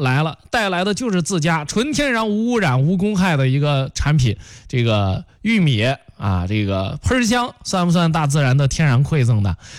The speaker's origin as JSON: {"language": "Chinese", "town": "Qinyang", "region": "Henan", "country": "China", "said": "你像我们那儿沁阳，我们那儿土话应该叫鱼焦炒啊，"}